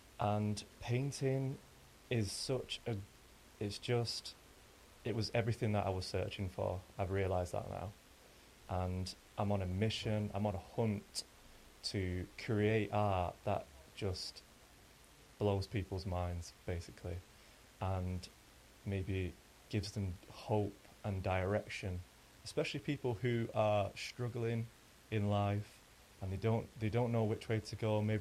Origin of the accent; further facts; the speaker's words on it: Dukinfield, North West England, United Kingdom; now in Mossley, United Kingdom; I'm 33, I've grown up here, I live in Mosley, but I grew up in Duckingfield, and yeah, I'm a local